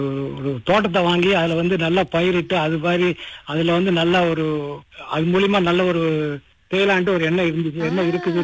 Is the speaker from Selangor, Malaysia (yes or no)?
yes; Kuala Selangor, Selangor, Malaysia; moved away; ஆமா, அங்கதான் அங்கதான் கோலசலாங்கூர் சொந்த.